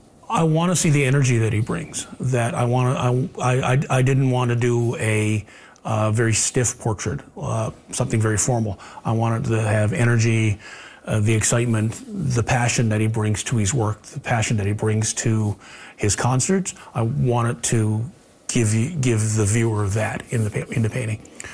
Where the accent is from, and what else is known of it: Flat Bay, Newfoundland and Labrador, Canada; now in St. John's, Canada